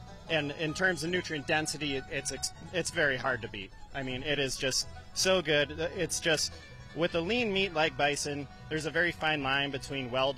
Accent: Minnesota, United States; I'm from Minnesota

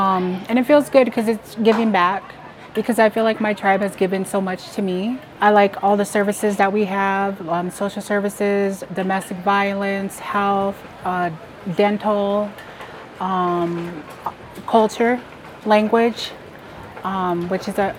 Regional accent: Lincoln, Nebraska, United States; I'm from Lincoln, Nebraska.

